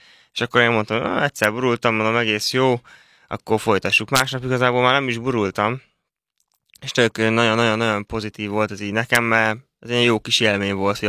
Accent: Szarvas, Békés, Hungary; also born or lived in Szentes; now in Budapest, Hungary; én Szentesen születtem, de ugye szarvasi lakos vagyok, ezáltal a Szenteshez igazából csak a születésem köthető semmi más, és egész gyerekkorom óta Szarvason éltem, még fel nem költöztem ugye Budapestre

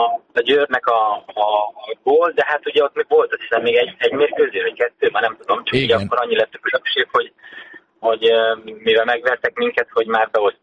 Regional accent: Zalaegerszeg, Zala, Hungary; Ugye Zalaegerszegiként megéltem azt

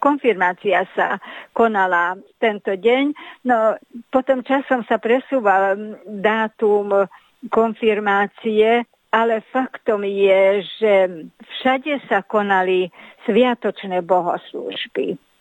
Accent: Nagybánhegyes, Békés, Hungary; aj u nás na Veľkom Báhedeši.

